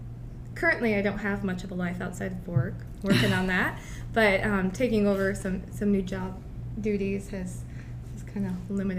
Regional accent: Cleveland, Ohio, United States; now in Champaign, United States; I'm originally from Cleveland, Ohio. I moved here in 2010, started working at Christie.

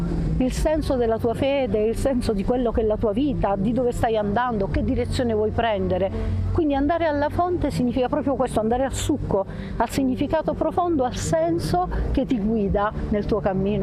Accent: Foggia, Apulia, Italy; Io vengo da Foggia

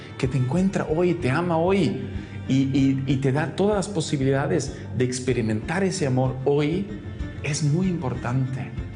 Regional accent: Italy; first language German; Spanish is a second language; soy italiano, de habla alemana, y viajo mucho por Europa

